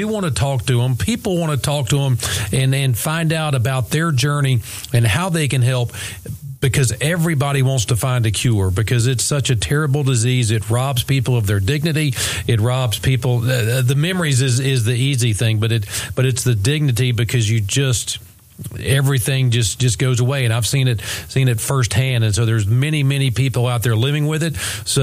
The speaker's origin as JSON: {"language": "English", "region": "North Carolina", "country": "United States", "tie": "born or raised there", "said": "I grew up in Robinson County"}